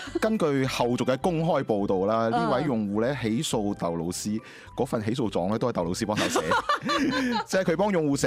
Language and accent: Cantonese; Guangdong, China; 我哋廣東人講嘅老作